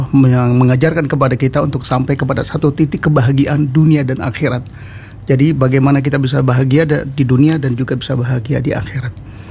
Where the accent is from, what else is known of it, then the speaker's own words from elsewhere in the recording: Jakarta, Indonesia; moved away as an adult; now in Bogor, Indonesia; saya asli Jakarta